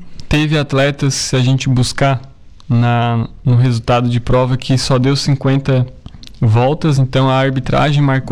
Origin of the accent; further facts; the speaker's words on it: Itabuna, Bahia, Brazil; born there; moved away; nasci, no Nordeste, né? Nasci em Itabuna.